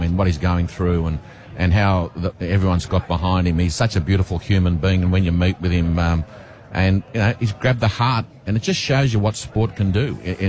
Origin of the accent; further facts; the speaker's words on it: Wollongong, New South Wales, Australia; Look, I was always, as I grew up in Wollongong, and I supported St George, and then I used to play for Illawarra, so...